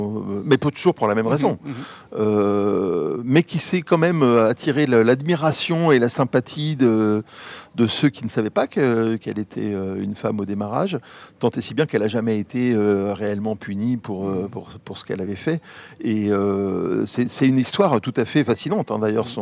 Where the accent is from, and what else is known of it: Martinique, France; born or raised there; also born or lived in Rouen, France